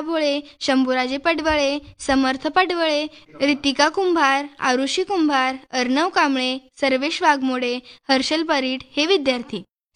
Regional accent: Maharashtra, India; शाळा बुधरगड तालुक्यात वेदगंगा नदीच्या काठी आदमापूरच्या बाळमामा मंदिरापासून 2 किलोमीटर अंतरावर असून आमच्या गावी नागपंचमीच्या दिवशी मोठी यात्रा भरते.

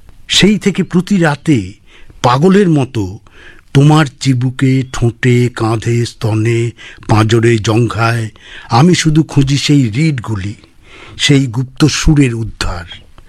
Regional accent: Silchar, Assam, India; born there; আমি 49 সালে, মা এলেন শিলচরে, এসে বাসা বাঁধলেন বাবা মা, সেখানে আমি জন্মালাম।

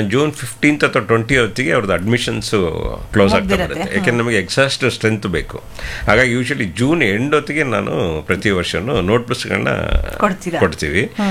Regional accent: Hassan, Karnataka, India

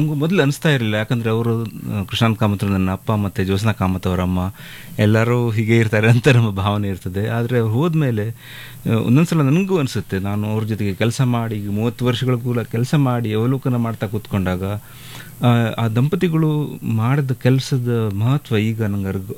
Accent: Karnataka, India; ನಾವು ಕನ್ನಡಿಗರಾಗಿ

